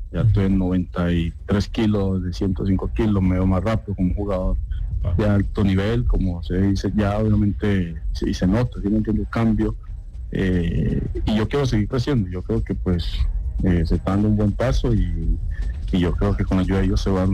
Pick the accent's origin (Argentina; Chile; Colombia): Colombia; Cali, Valle del Cauca; yo vengo de Charco Azul, distrito Agua Blanca, una zona muy, como decimos, todo muy caliente, donde hay pocas posibilidades siempre de salir.